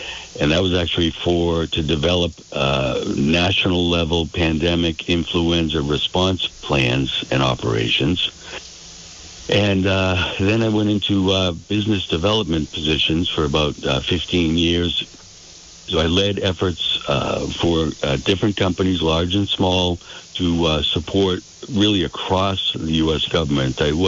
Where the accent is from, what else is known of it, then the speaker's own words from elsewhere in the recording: Boston, Massachusetts, United States; I was born in Dorchester, Boston, and public schools, Massachusetts, Newton, and Westwood High School.